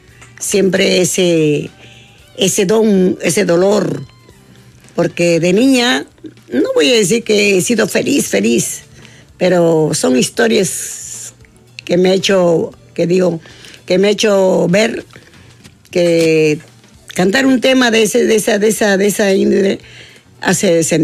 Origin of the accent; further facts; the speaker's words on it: Pisco, Ica, Peru; born there; now in Lima, Peru; Soy nacida en esa tierra de Cañete, Pisco.